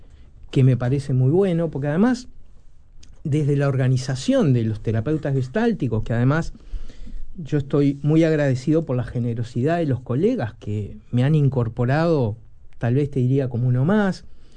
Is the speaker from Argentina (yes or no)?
no; Uruguay; Cuando aquí en Uruguay nos recibimos de psicólogo